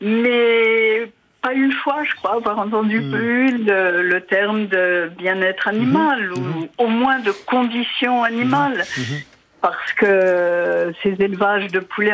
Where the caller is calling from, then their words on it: Bures-sur-Yvette, Île-de-France, France; De Bure-sur-Yvette, dans l'Essonne, au bord de la vallée de Chevreuse.